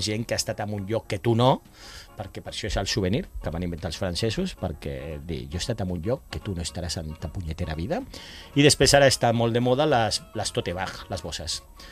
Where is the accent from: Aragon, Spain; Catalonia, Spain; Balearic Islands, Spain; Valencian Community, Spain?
Catalonia, Spain; L'Hospitalet de Llobregat; jo soc d'Hospitalet